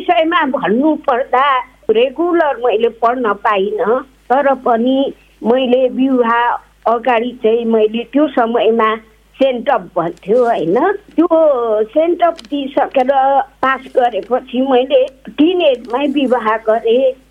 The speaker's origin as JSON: {"language": "Nepali", "town": "Manebhanjang", "region": "West Bengal", "country": "India", "tie": "born there", "said": "मेरो जन्म चाहिँ खास भन्नु पर्दा दार्जिलिङको माने भन्ज्याङमा 2019 सालमा भएको थियो।"}